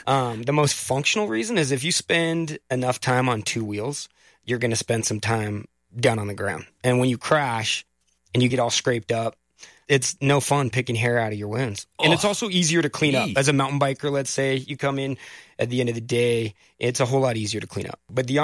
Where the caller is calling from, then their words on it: Salt Lake City, Utah, United States; I'm calling in from Salt Lake City, Utah.